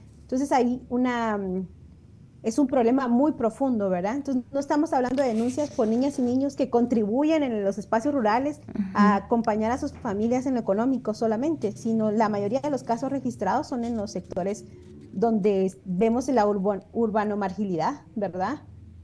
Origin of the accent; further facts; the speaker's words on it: Guatemala; como si fuera parte de lo que vemos cotidianamente como guatemaltecas y guatemaltecos